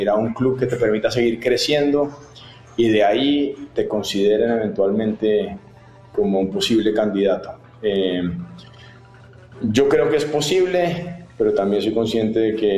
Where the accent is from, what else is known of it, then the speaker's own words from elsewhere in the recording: Colombia; Yo también como colombiano quería que ganáramos y siguiéramos avanzando.